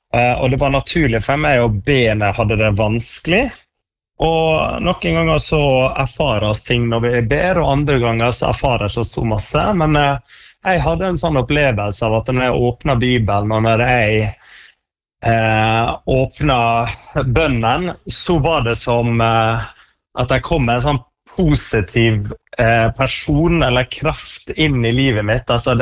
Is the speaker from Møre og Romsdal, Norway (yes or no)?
yes; Valderøya, Møre og Romsdal, Norway; Jeg vokste opp på Valderøya, ja, der var det bedehus og kirka